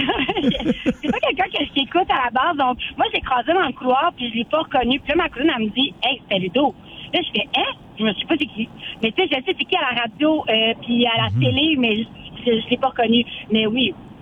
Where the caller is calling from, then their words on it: Trois-Rivières, Quebec, Canada; Je suis de Trois-Rivières